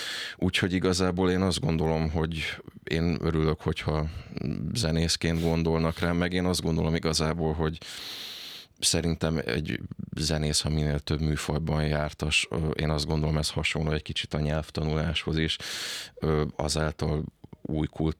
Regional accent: Cluj-Napoca, Cluj County, Romania; kolozsvári származású vagyok, ott is kezdtem el az iskolát

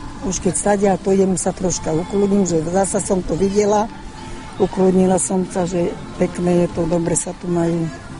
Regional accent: Hungary; now in Slovakia; Ja som stadiaľ to odišla ako Slováčka, nevedela som maďarsky nič. Z Maďarska na Slovensko.

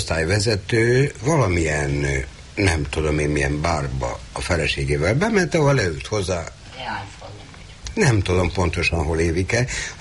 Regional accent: Budapest, Hungary; nem csak azért, mert a Józsefvárosból jöttem

